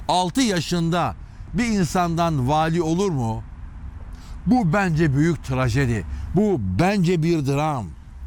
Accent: Istanbul, Turkey; Ben 74 Fatih doğumluyum ve tamamen toprak içinde. Şurada büyüdük.

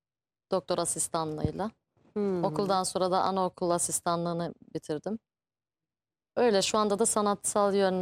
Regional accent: Vienna, Austria; Ben Viyana'da doğup büyüdüm. Orada yaşıyorum. 35 yaşındayım.

